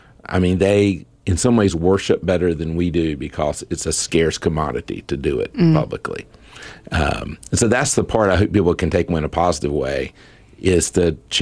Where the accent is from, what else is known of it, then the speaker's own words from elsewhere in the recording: United States; born there; I was born in Chatham County where nothing ever happened.